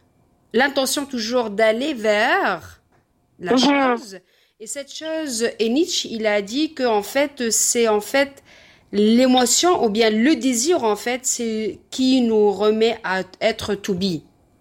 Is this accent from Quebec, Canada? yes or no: yes; Montreal, Quebec, Canada; Ah, moi je suis montréalaise. Ah, moi je suis très fière de l'être.